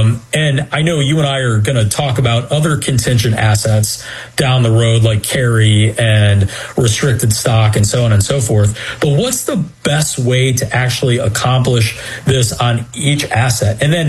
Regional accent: Florida, United States; especially my home state of Florida

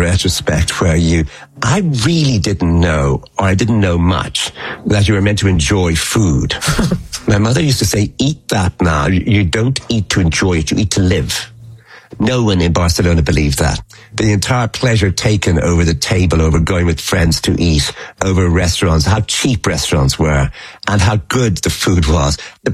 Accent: Ireland; Because I'm Irish, so many of the things that were happening were to things that had happened in Ireland in the years leading up to independence.

